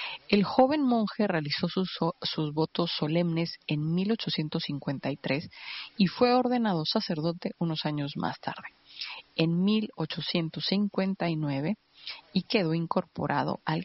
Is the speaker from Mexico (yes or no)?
yes; Chihuahua, Mexico; en mi ciudad natal, en Chihuahua.